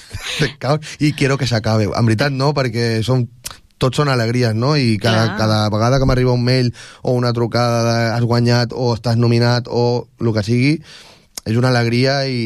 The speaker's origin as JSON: {"language": "Catalan", "town": "Tordera", "region": "Catalonia", "country": "Spain", "also_born_or_lived": "Barcelona", "said": "A Barcelona, que és on soc de Tordera, però de Barcelona, i també els meus estudis els he fet a Barcelona"}